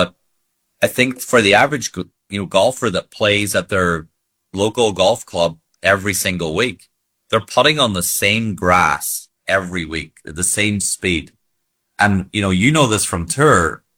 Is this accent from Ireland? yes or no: yes; Ireland; moved away as an adult; now in Florida, United States; Growing up where we grew up in Ireland on links courses or even the, you know, the parkland courses